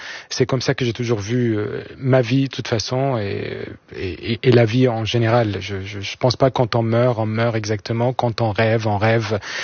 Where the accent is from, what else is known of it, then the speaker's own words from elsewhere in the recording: Egypt; moved away as an adult; je viens de l'Orient. C'est pour moi, c'est ma culture, c'est mon univers. J'ai grandi, j'ai vécu 30 ans en Égypte. Je suis parti à 24 ans maintenant.